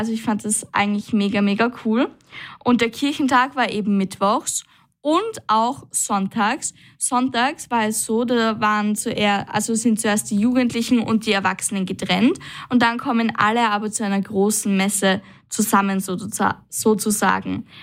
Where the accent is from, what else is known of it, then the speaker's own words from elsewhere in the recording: Unterfrauenhaid, Burgenland, Austria; Also ich komme zum Beispiel aus Unterfrauenheit